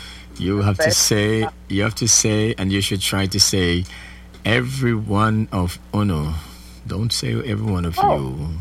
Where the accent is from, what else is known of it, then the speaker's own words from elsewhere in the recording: Jamaica; now in United States; how many of us knew growing up in Jamaica, that's our native land, right, how many of us knew that we would be here in America